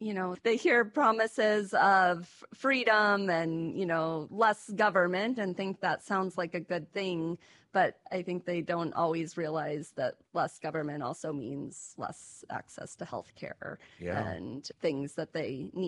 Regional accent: Cheyenne, Wyoming, United States; moved away as an adult; also born or lived in St. Louis / Philippines; now in Washington, D.C., United States; I was born and raised in Cheyenne. It was a great place to grow up.

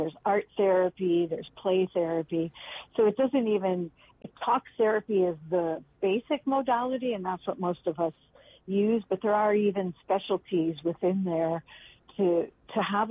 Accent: California, United States; I'm a Californian and I know what's available here

